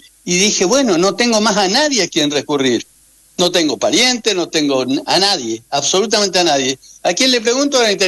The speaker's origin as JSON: {"language": "Spanish", "town": "Victoria", "region": "Entre Ríos", "country": "Argentina", "tie": "born or raised there", "said": "ya tengo 74 años, no tengo más vida para litigar eso. Yo me crié en Victoria, Entre Ríos, fui a la escuela del Camino Blanco. A caballo iba desde Quito Cuartel hasta..."}